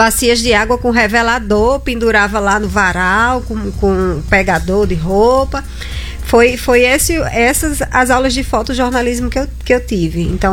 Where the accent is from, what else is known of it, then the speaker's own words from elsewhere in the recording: Mossoró, Rio Grande do Norte, Brazil; moved away as an adult; Eu sou de Mossoró